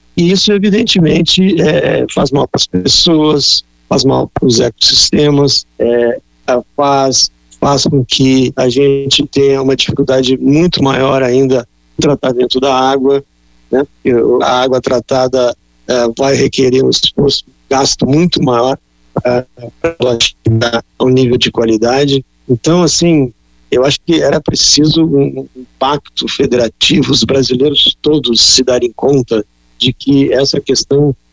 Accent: Porto Alegre, Rio Grande do Sul, Brazil; eu sou de Porto Alegre originalmente

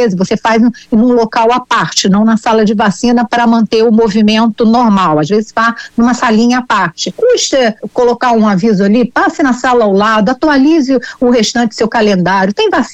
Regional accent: Rio de Janeiro, Brazil

